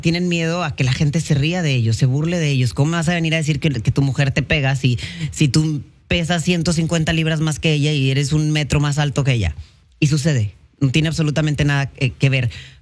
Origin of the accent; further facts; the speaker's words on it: Mexico; como lo somos los mexicanos